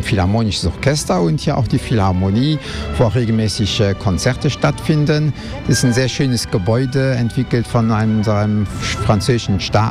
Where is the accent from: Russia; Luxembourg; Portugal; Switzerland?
Luxembourg; Also als Luxemburger ist man regelmäßig im europäischen Ausland, sei das jetzt in Deutschland, Frankreich oder Belgien.